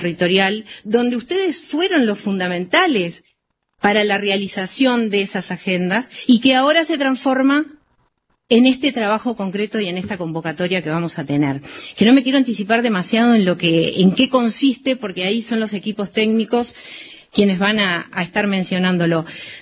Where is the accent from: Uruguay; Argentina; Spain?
Uruguay; Salto; cuando viajaba esta madrugada desde Salto, soy de Salto, soy del interior